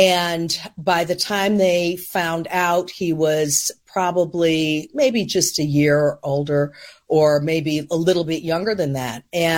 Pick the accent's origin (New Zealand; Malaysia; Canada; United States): United States; Chicago, Illinois; I grew up in Hyde Park until I was nine.